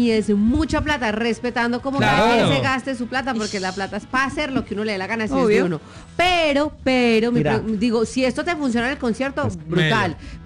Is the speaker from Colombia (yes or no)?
yes; Colombia